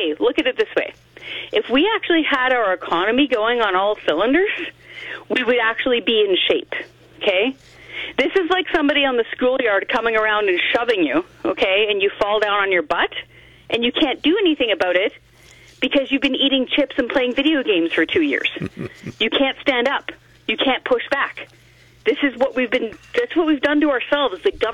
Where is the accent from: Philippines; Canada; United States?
Canada; I'm Canadian.